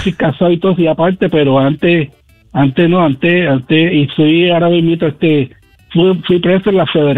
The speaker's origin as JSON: {"language": "Spanish", "town": "Ponce", "country": "Puerto Rico", "tie": "born or raised there", "said": "Porque nosotros vivíamos en Ponce y yo sí nací y criado en López Nusa, allá para frente a Plaza Caribe."}